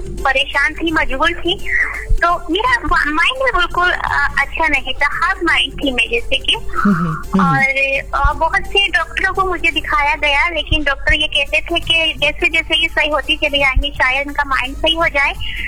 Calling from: Rampur, Uttar Pradesh, India; मैं वैसे तो कतरावा की रहने वाली हूँ लेकिन रामपुर में कतरावा पड़ता है।

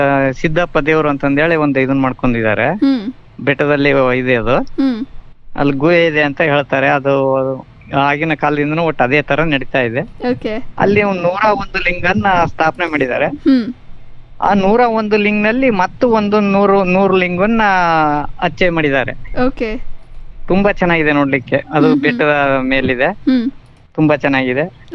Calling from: Karnataka, India; ಬಂಜೆಗರ ಸಮಾಜದವರೆಲ್ಲ ಸೇವಲಾಲ್ ಗುರುಗಳಾದ ಒಂದು ಜನ್ಮಸ್ಥಳ ಇರತಕ್ಕಂತ ನಮ್ಮ ನ್ಯಾಮತಿ ತಾಲೂಕು

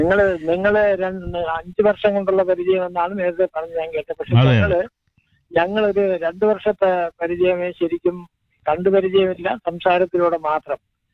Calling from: Mundela, Kerala, India; ഞാൻ മുണ്ടേല.

